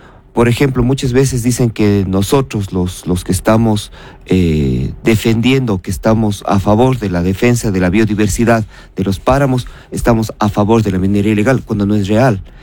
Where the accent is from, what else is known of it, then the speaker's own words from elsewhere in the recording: Ecuador; todos los ecuatorianos somos propietarios de estos recursos.